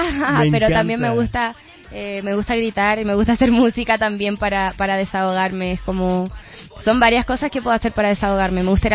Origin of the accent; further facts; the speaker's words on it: Chile; Luego está hacer el Estadio Nacional de mi país, que eso es algo que quiero mucho lograr.